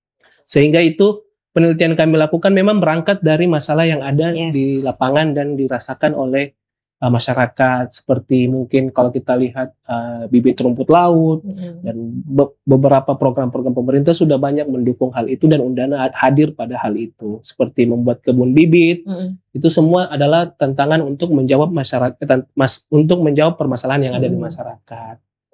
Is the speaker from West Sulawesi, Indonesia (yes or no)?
no; Makassar, South Sulawesi, Indonesia; now in Kupang, Indonesia; Saya dari Makassar.